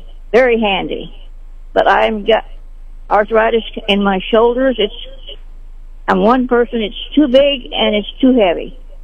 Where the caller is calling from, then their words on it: Sedalia, Missouri, United States; I'm calling from Sedalia.